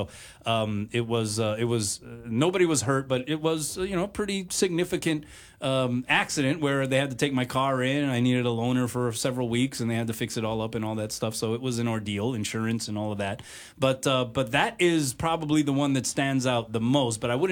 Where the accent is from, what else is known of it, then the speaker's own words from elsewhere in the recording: Hawaii, United States; I grew up in Hawaii.